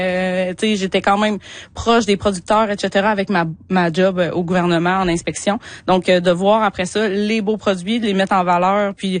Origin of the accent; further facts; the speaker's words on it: Quebec, Canada; Tu sais, moi, j'ai cuisiné de la viande sauvage toute ma vie, depuis que, vu que je viens de l'Abitibi, en fait, là.